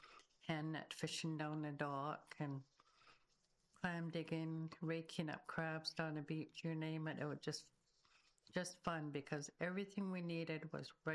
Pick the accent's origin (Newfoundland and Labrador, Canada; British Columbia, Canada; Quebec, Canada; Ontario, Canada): British Columbia, Canada; Turner Island; also born or lived in Alert Bay / Fort Rupert; I was born in Alert Bay and then raised for a little bit of time here in Tsakis, Fort Rupert. And then my grandparents, then I grew up in Turner Island and I grew up with them.